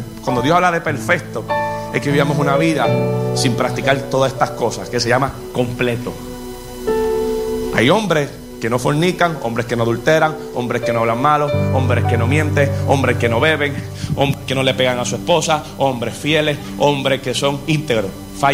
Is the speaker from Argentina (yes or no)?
no; Puerto Rico; los que son americanos como yo, puertorriqueños